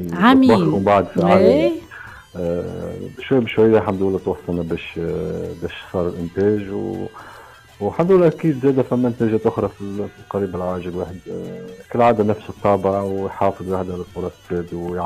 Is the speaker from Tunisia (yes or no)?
yes; Sidi Hmada, Tunisia; born there; هي تحية لمسقط رأسي ومنطقة سيد حمادة.